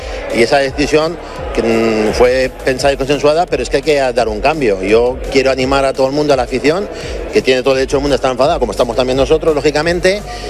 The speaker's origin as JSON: {"language": "Spanish", "town": "Zaragoza", "region": "Aragon", "country": "Spain", "said": "los que estamos somos de Zaragoza y los que vamos a estar aquí muchísimos años"}